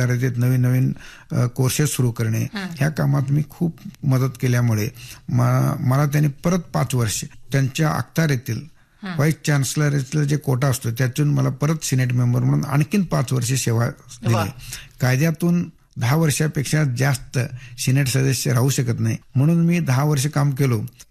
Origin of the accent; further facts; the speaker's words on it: Tikondi, Maharashtra, India; मी स्वतःहून तिकोंडीतनं शिकून तिकोंडीचा जन्म घेऊन मी बाहेर शिकत होतो आणि माझ्या गावी शिकायला बाहेर गावातून लोक येत होतं.